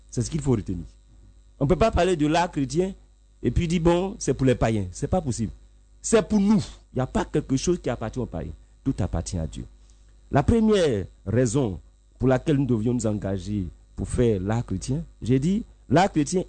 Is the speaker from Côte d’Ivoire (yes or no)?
yes; Côte d’Ivoire; Nous sommes en Côte d'Ivoire.